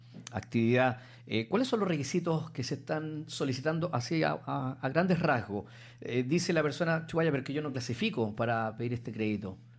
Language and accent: Spanish; Chile; como ciudadano, como chileno